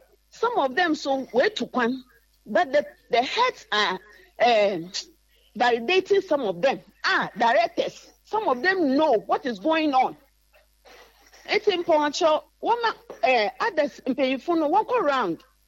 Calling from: Fijai, Western Region, Ghana; I'm from Isata. It's Fijai.

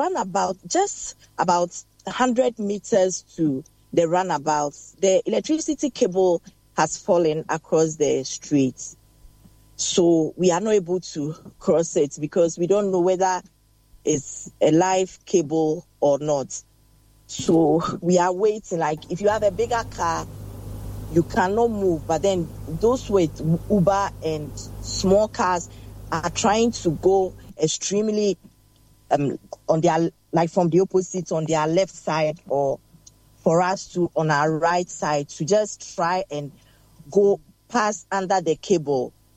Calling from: Adenta, Greater Accra, Ghana; I'm in Adenta.

